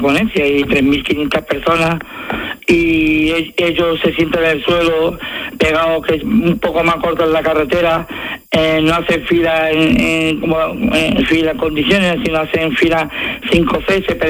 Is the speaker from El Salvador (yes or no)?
no; Spain